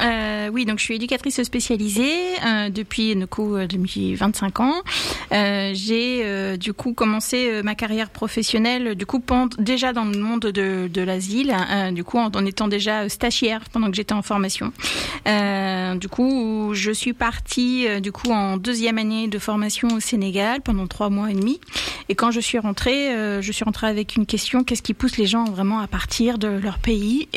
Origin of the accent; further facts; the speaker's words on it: France; born there; La vie a fait que je suis née en France, avec la protection, en effet, que m'offre, ma nationalité.